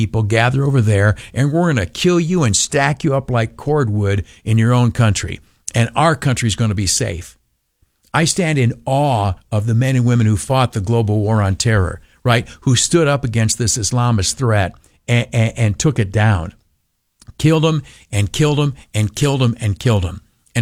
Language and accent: English; United States; I'm an American, okay? I care about the United States of America.